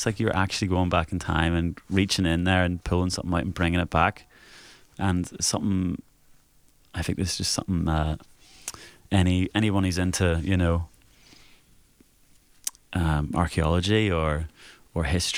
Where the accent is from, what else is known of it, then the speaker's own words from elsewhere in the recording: Comber, Northern Ireland, United Kingdom; moved away; because I'm from Cumber originally